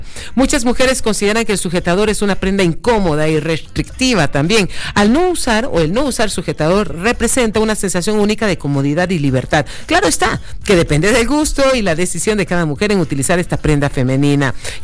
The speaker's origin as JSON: {"language": "Spanish", "country": "Panama", "moved": "yes", "said": "Un abrazo nuevamente a mi tierra en Panamá, cinturita de las Américas, puente del mundo, corazón del universo"}